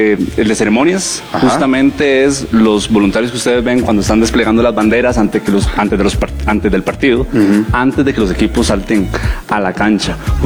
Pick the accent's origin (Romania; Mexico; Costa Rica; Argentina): Costa Rica; Alajuela; Soy de Alajuela.